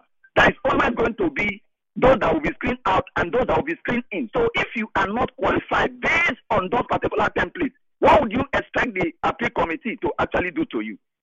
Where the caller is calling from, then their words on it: Rivers, Nigeria; I'm calling from Arema Community.